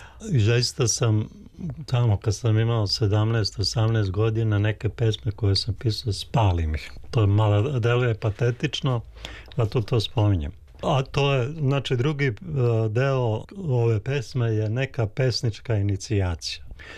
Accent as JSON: {"language": "Serbian", "town": "Prijedor", "region": "Republika Srpska", "country": "Bosnia & Herzegovina", "tie": "born or raised there", "said": "Ja sam iz Prijedora, imaju dve reke i ta jedna reka manja Gomjenica"}